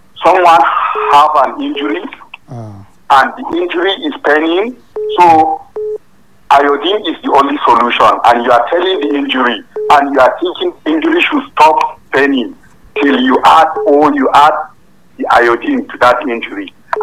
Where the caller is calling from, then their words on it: Nigeria; I'm calling from Tudumada.